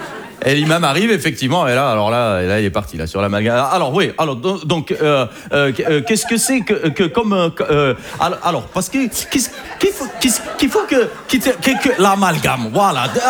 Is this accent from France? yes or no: no; Algeria; Je suis algérien. Je pense pas qu'il y en ait ce soir, d'ailleurs, d'Algériens.